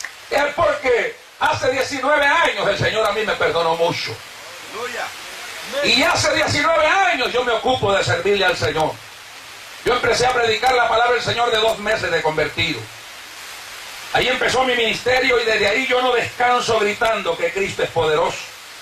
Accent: Namasigüe, Choluteca, Honduras; born there; Yo soy hijo de padre salvadoreño. Nacido en Namasigo, en Choluteca, Honduras. Soy catracho de nacimiento.

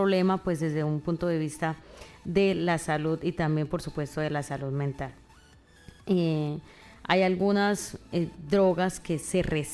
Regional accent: Colombia; como colombianos lo pensemos

